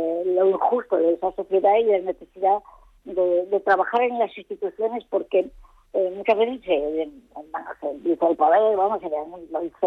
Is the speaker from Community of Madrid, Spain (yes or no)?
no; Asturias, Spain; yo soy asturiana de pura cepa